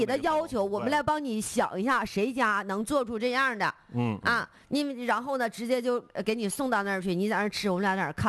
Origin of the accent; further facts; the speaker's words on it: Northeast China, China; 就是咱们东北这边吧